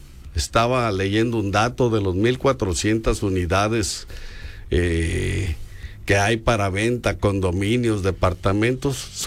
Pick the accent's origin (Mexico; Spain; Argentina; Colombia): Mexico; si es como mexicanos, las merecemos todos